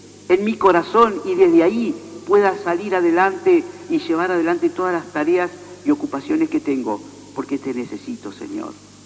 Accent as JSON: {"language": "Spanish", "country": "Argentina"}